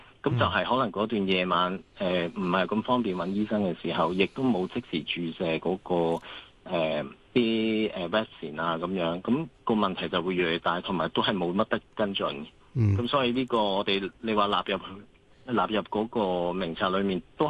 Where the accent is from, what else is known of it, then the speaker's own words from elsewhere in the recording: Hong Kong; 我哋港人